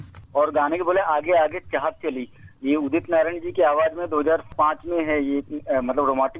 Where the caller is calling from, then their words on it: Samnapur, Madhya Pradesh, India; Actually मैं समनापुर से हूँ।